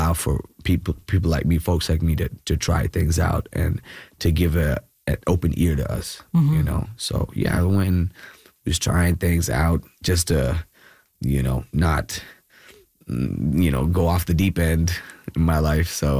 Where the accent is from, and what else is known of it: Kerala, India; now in Bangalore, India